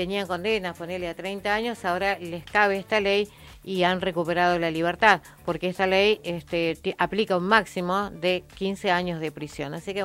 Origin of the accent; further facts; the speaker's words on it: General Roca, Río Negro, Argentina; Hola, buenos días … de General Roca.